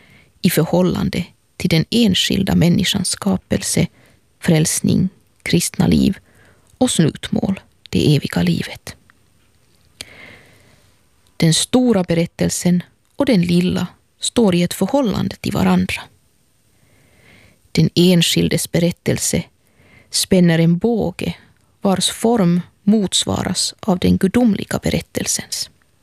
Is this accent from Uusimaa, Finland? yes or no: yes; Helsinki, Uusimaa, Finland; och jag är från Helsingfors.